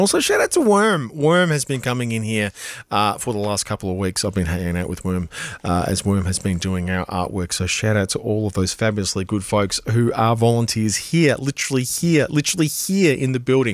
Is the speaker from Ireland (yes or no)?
no; Melbourne, Victoria, Australia; I grew up in Edith Vale.